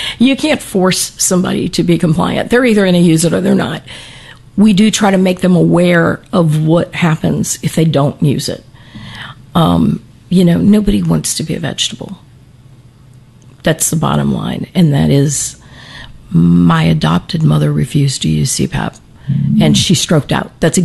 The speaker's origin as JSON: {"language": "English", "town": "New Orleans", "region": "Louisiana", "country": "United States", "tie": "born or raised there", "said": "I grew up in New Orleans."}